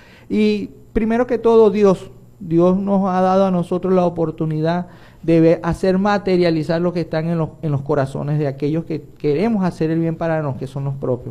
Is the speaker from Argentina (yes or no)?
no; El Tigre, Anzoátegui, Venezuela; moved away as an adult; also born or lived in Caracas / Valencia; now in El Tigre, Venezuela; soy nativo, soy oriundo de esta tierra, ver esto es un sueño hecho realidad, porque lo que tanto trabajé fuera, estuve más de 20 años fuera de la zona, trabajando en la ciudad capital, igualmente en Valencia